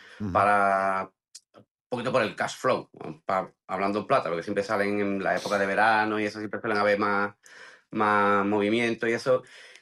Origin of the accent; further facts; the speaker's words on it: Jerez de la Frontera, Andalusia, Spain; De Jerez, de Jerez somos.